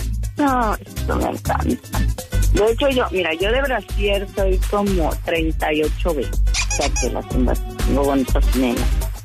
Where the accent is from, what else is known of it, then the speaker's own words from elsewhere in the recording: Monterrey, Nuevo León, Mexico; te doy mi palabra así como buena regia